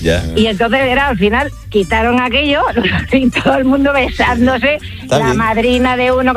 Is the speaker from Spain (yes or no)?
yes; Seville, Andalusia, Spain; como que yo soy sevillana